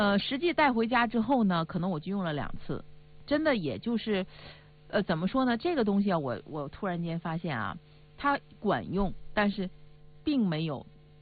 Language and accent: Chinese; Northeast China, China; accent: Northeastern; 用我们东北话说，我这是玻璃盖嘛